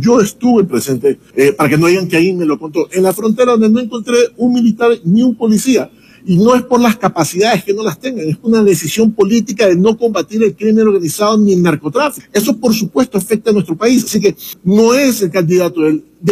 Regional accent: Ecuador; Nosotros como ecuatorianos necesitamos que Colombia cambie.

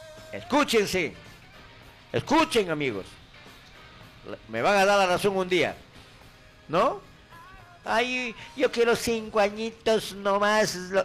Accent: Peru; como ciudadano y como peruano

